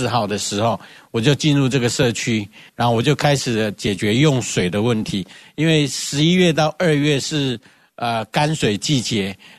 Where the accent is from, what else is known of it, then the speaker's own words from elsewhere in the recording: Hakka, Taiwan; also born or lived in Indiana, United States / Chicago, United States; now in Taipei, Taiwan; 因为我是客家人，但是我现在台语讲的比客家话好